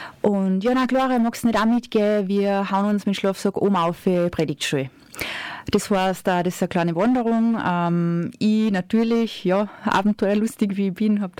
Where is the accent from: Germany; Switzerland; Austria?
Austria; Bad Ischl, Upper Austria; now in Leogang, Austria; nämlich meine Heimatstadt ist ja Bad Ischl im Salzkammergut.